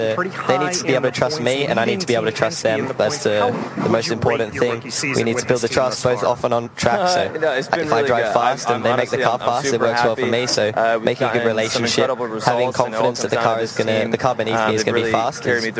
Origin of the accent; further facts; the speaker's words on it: Gold Coast, Queensland, Australia; I'm from Gold Coast, Australia.